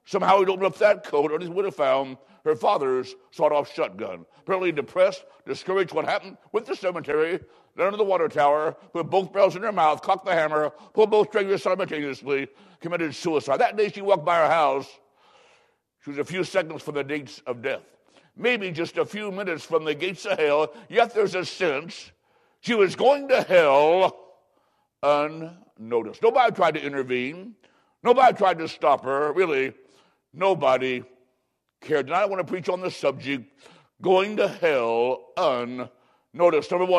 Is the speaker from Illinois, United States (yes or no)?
yes; Macomb, Illinois, United States; I was growing up in Macomb, Illinois. I was in grade school.